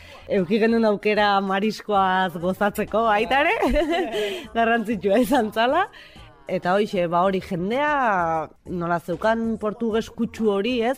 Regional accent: Villabona, Basque Country, Spain; eta bueno, Luisak esan duen bezala, Bilabonako gea bilok

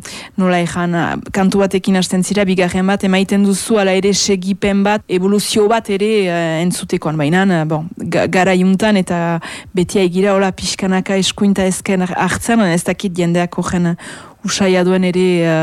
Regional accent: Baigorri, Nouvelle-Aquitaine, France; Etxea, ni Baigorri Garazikoa naiz, anauztaga, bien artean, baina ne euskaldea da hemen.

